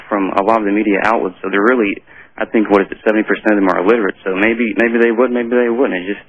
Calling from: Largo, Florida, United States; in Largo, Florida, outside of Tampa.

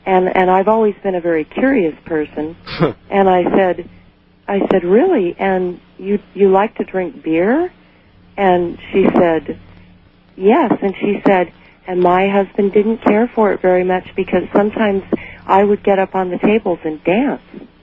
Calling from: Rochester, Washington, United States; I'm calling from Rochester, Washington.

